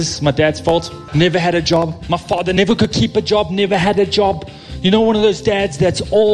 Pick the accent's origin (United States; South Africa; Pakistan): South Africa; Amanzimtoti, KwaZulu-Natal; I grew up in Durban. In fact, I grew up in a small town on the south coast called the Manzimtoti.